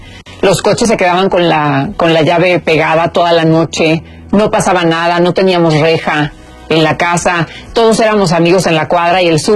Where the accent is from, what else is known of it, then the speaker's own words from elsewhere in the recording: Mexicali, Baja California, Mexico; also born or lived in Los Angeles; Yo crecí en los camerinos de Telemundo Los Ángeles, en el teatro en Mexicali, pero yo crecí en Mexicali.